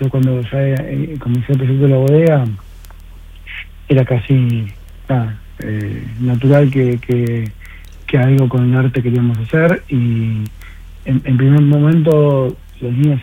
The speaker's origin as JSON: {"language": "Spanish", "region": "Buenos Aires", "country": "Argentina", "said": "yo soy de Buenos Aires"}